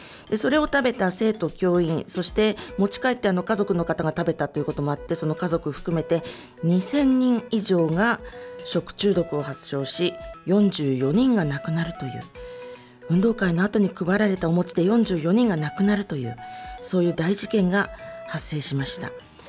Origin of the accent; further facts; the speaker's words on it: Hamamatsu, Shizuoka, Japan; born there; 浜松北高校の前身、私の出身校でもあります。